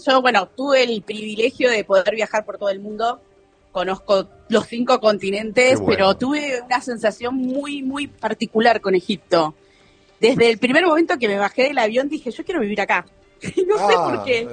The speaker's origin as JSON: {"language": "Spanish", "region": "Neuquén", "country": "Argentina", "tie": "born or raised there", "also_born_or_lived": "Buenos Aires / Santa Cruz / Río Negro / Bariloche", "said": "Yo nací en Buenos Aires, sí. Me crié en Neuquén"}